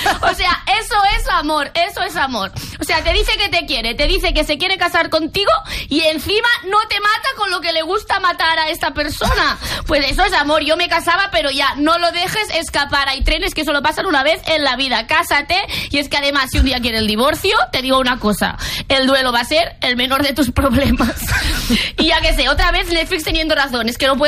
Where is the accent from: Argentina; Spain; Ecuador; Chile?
Spain; Andalusia; Aquí sí que soy andaluza.